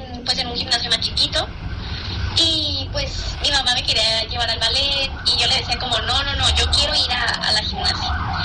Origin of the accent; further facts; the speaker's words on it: State of Mexico, Mexico; now in Jalisco, Mexico; yo soy del Estado de México y llegué aquí a Jalisco